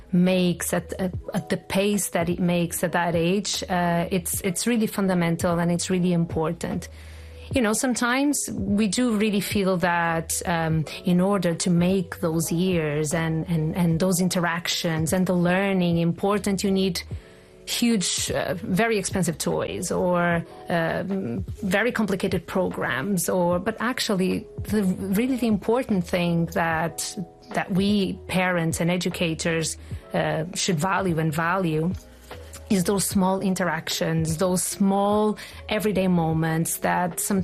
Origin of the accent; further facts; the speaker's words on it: Porto, Norte, Portugal; moved away as an adult; now in Oman; Well, I am from Porto, from Portugal